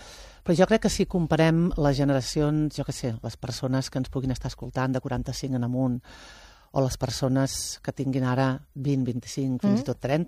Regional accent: Prats de Lluçanès, Catalonia, Spain; Clar, tio, és que jo soc de Prats

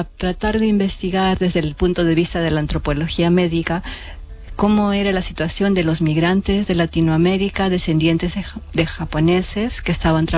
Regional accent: Peru; now in Japan; Sí, sí. Soy peruana. Y mi abuelo fue japonés. Sí, sí.

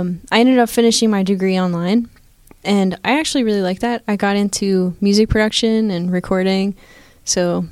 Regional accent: Uniontown, United States; Where did I grow up? Uniontown, just hours south of here.

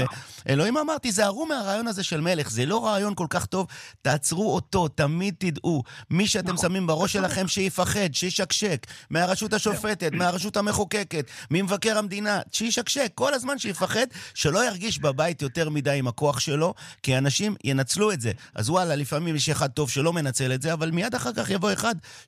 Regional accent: United Kingdom; כי אני מתנשא בריטי בבסיס שלי.

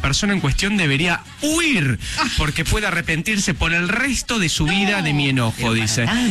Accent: Oberá, Misiones, Argentina; de Oberá, que les manda un abrazo enorme para todos.

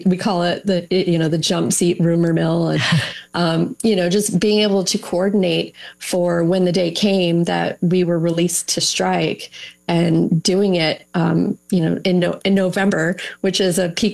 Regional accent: Arizona, United States

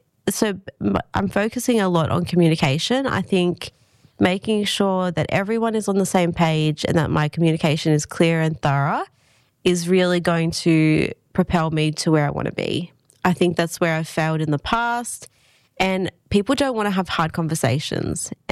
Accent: Sydney, New South Wales, Australia; now in Goulburn, Australia; I came from Sydney originally.

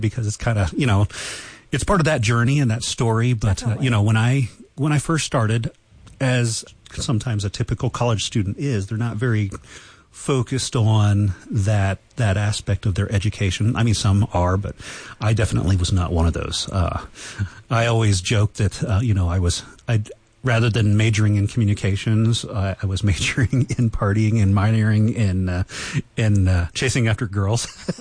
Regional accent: Colorado, United States; born there; also born or lived in St. Ignatius, Montana; now in Gunnison, United States; I grew up on the Front Range for a little bit, and then I moved to Montana. I lived in a very small town

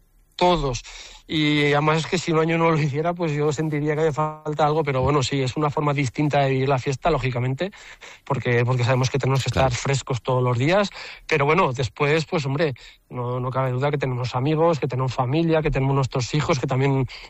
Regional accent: Teruel, Aragon, Spain; para los que somos de Teruel

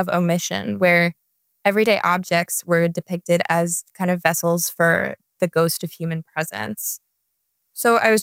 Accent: Philadelphia, Pennsylvania, United States; moved away; I'm from Philadelphia originally.

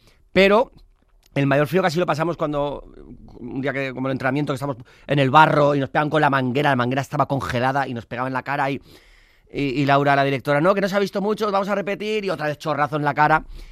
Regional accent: Basque Country, Spain; y yo soy muy friolero, soy vasco, sí

